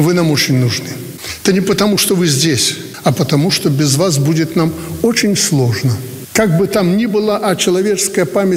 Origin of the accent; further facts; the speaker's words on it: Belarus; Мы, белорусы, будем жить, любить и стремиться к новым трудовым свершениям.